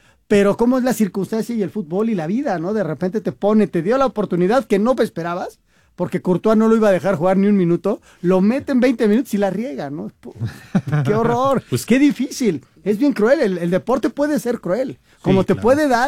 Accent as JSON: {"language": "Spanish", "country": "Mexico", "said": "Mi familia es de allá. Yo soy mexicano"}